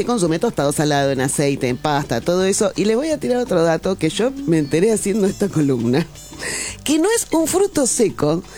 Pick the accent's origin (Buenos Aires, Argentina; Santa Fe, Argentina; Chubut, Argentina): Buenos Aires, Argentina; yo soy de allá de Caballito